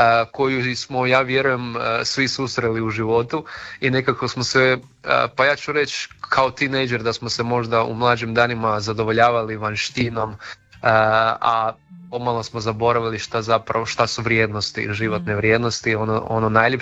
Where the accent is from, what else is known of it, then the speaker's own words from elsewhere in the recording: Prelog, Međimurje County, Croatia; u mom rodnom gradu.